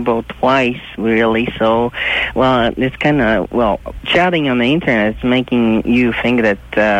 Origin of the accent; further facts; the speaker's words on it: Poland; English is a second language; moved away as an adult; now in United States; I'm from Poland originally.